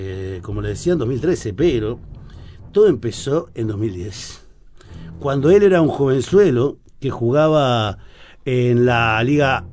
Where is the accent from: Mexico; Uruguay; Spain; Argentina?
Uruguay